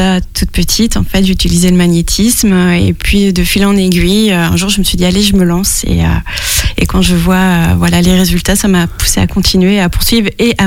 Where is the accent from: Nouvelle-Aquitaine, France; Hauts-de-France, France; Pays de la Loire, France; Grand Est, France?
Pays de la Loire, France; Challans; also born or lived in Saint-Jean-de-Monts / Belleville-sur-Vie; now in Saint-Urbain, France; j'ai fait toute mon enfance à Chalon.